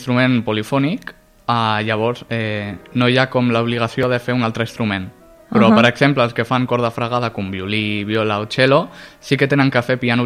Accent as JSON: {"language": "Catalan", "town": "Castellar del Vallès", "region": "Catalonia", "country": "Spain", "tie": "born or raised there", "also_born_or_lived": "Sabadell"}